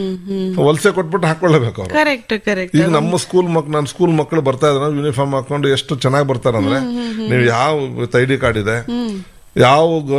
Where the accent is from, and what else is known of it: Kollegal, Chamarajanagar, Karnataka, India; born or raised there; moved away